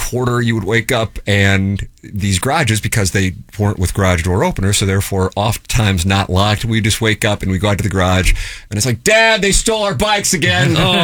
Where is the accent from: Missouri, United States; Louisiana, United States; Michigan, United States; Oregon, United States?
Missouri, United States; St. Louis; Growing up on the South Side